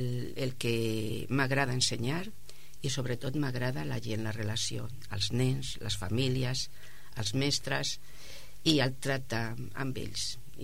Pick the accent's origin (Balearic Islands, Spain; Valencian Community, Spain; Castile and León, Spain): Castile and León, Spain; also born or lived in Ponferrada; now in Catalonia, Spain; vaig néixer l'any 1957 en una vall molt maca que està envoltada de muntanyes a la província de Lleó. És de la comarca del Bierzo. És molt verd i està plena de rius. I allà fa 66, farà ara 67 anys, al mes de desembre, que vaig néixer allà